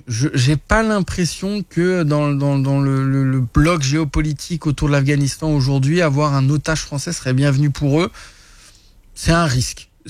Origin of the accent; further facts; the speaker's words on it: France; now in Canada; je suis français